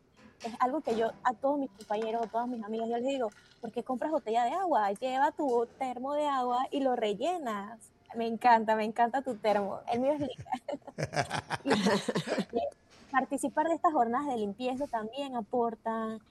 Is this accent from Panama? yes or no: yes; Panama; tenemos 122 áreas protegidas que son nuestras como panameños